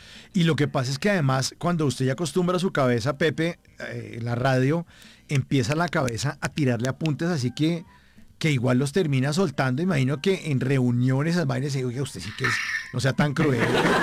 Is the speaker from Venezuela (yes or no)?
no; Bogotá, Bogotá Capital District, Colombia; a pesar de ser de Bogotá